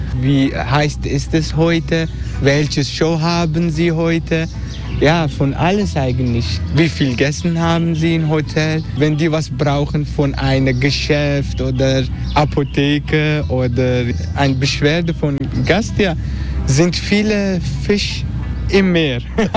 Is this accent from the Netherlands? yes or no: yes; Netherlands; German is a second language; moved away; ich bin aufgewachsen in Holland